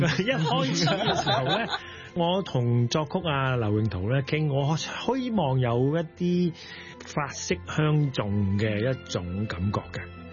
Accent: Hong Kong; 這件事我們香港人陌生嘛

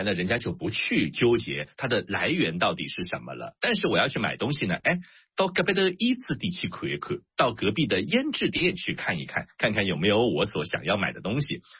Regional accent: Shanghai, China; 我们上海人

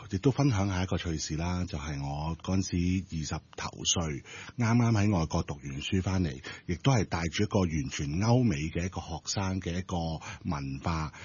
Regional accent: Hong Kong; 我哋如果香港人係帶住我哋香港人嗰一個思想個諗法去呢，

